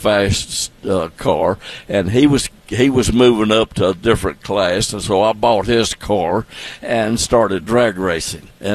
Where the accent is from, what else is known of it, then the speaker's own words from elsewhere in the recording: Nashville, Tennessee, United States; I grew up in West Nashville.